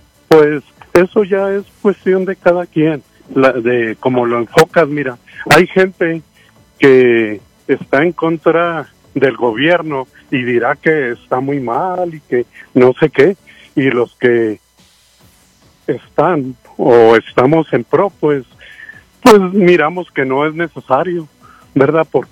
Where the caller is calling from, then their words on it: Mexico; Todos somos mexicanos